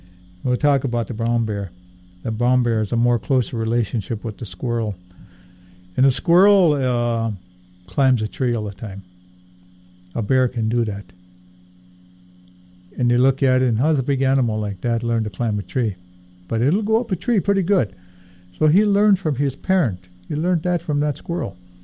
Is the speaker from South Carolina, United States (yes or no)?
no; Hoonah, Alaska, United States; also born or lived in Juneau, Alaska / Icy Strait / Excursion Inlet; I was born in Juneau, Alaska, and raised in Hoonah pretty much in my school days.